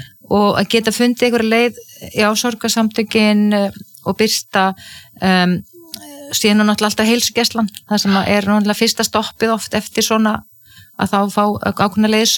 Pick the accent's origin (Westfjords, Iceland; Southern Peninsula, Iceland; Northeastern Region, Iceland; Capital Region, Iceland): Westfjords, Iceland; Ísafjörður; ég óttaðist sjóin sem kannski líka tengist því að ég alveg upp á Ísafirði þar sem voru tíð sjóslis og menn drukknuðu